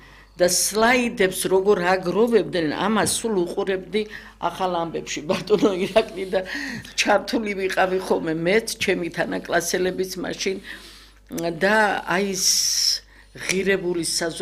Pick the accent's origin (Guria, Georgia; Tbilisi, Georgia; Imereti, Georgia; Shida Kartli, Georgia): Tbilisi, Georgia; მე იცით ასეთ ადამიანებში გავიზარდე საბურთალოზე, მთაწმინდაზე და ბოლოს გლდანში და იქიდან 57 წელია ფეხი არ გადამიდგე არსად